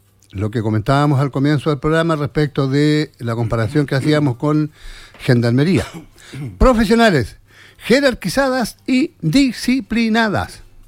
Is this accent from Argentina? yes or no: no; Chile; Orgullosísimos nos tenemos que sentir nosotros como chilenos